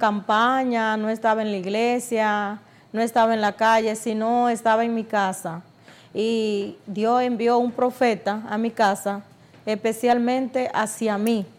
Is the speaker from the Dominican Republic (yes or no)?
yes; Herrera, Santo Domingo, Dominican Republic; Bueno, venimos del sector de Herrera.